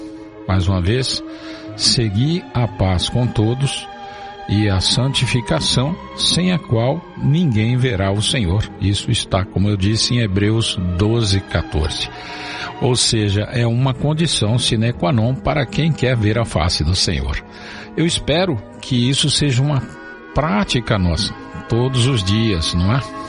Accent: Brazil; nós brasileiros

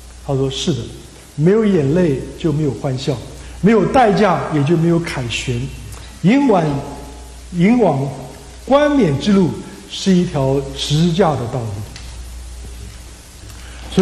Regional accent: China; 也不知道有多少我们中国人的先辈，基督徒的先辈，为信仰舍命流血。

